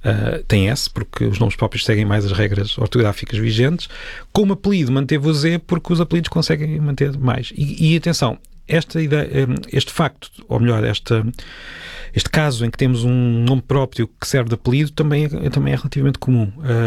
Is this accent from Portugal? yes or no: yes; Peniche, Centro, Portugal; eu sou de Peniche